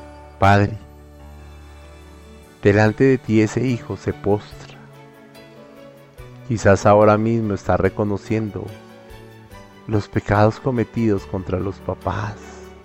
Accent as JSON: {"language": "Spanish", "country": "Colombia", "said": "Necesitamos ese fuego como colombianos."}